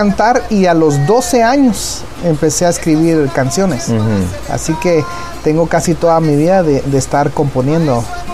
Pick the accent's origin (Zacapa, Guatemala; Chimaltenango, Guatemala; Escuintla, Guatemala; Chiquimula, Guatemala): Chiquimula, Guatemala; born there; Nací en hogar cristiano, mis padres fueron pastores. Soy el cuarto de seis hijos. Nací en Chiquimula.